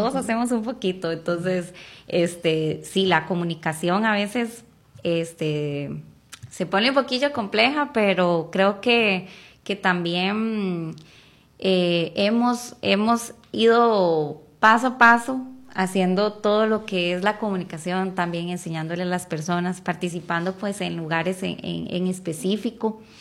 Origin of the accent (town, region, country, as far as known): Costa Rica